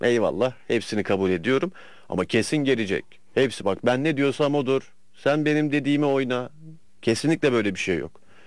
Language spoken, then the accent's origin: Turkish; Istanbul, Turkey; Doğma büyüme İstanbulluyum ama çocukluğumdan beri Boca Juniors taraftarıyım.